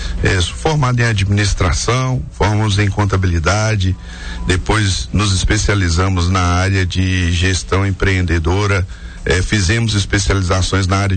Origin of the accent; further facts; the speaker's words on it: Teófilo Otoni, Minas Gerais, Brazil; accent: quase baianado; now in Vale do Aço, Brazil; Rapaz, eu sou lá do interior de Minas, lá de Teoflotone. A gente vem com aquele jeitinho quase baianado, né? A turma brinca que a gente é o baiano cansado, né?